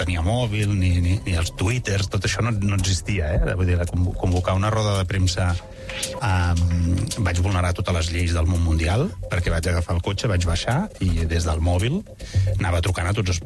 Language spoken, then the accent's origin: Catalan; Breda, Catalonia, Spain; jo estava al poble, jo soc de Breda, jo estava a Breda